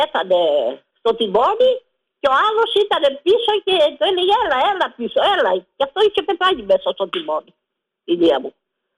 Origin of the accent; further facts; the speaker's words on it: Spata, Attica, Greece; από τα Σπάτα.